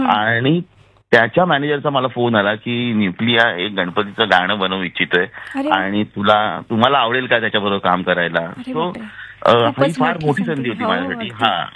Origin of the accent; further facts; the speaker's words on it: Mumbai, Maharashtra, India; म्हणजे मी लालबागचा आहे, मी गेली 10-15 वर्ष लालबाग मध्ये होतो. आता ह्या वर्षी मला केवळ म्हणजे काय म्हणतात ना की घर बदललं म्हणून मी कुर्ल्यात नेहरू नगरला आलोय, पण मनाने मी अजूनही लालबाग मध्येच आहे असतो.